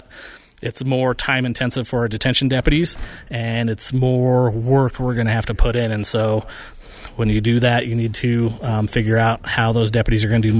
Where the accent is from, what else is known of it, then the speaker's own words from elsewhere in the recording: Parachute, Colorado, United States; So I was born and raised in Parachute, Colorado.